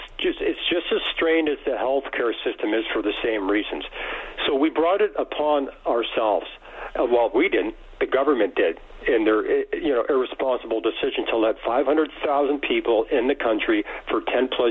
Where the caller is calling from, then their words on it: Ontario, Canada; I've seen it all here in Southern Ontario.